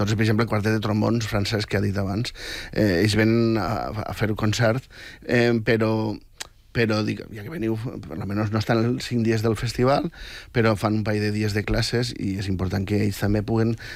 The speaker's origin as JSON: {"language": "Catalan", "town": "Vila-real", "region": "Valencian Community", "country": "Spain", "said": "jo sóc de Villarreal, el millor equip de la comunitat valenciana."}